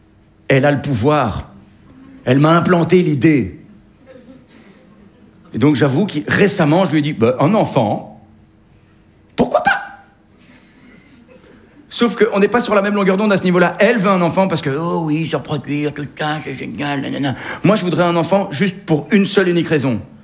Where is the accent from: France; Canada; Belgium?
Belgium